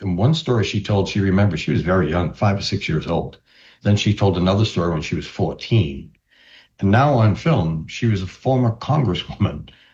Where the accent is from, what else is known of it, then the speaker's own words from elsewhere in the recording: the North, United States; now in Central Florida, United States; I'm from the North.